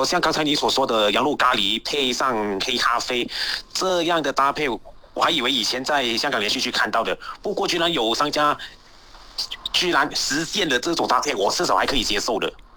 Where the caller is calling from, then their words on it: Seremban, Negeri Sembilan, Malaysia; 我是来自芙蓉的